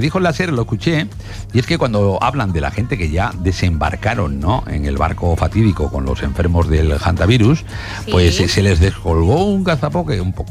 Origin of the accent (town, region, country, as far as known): Extremadura, Spain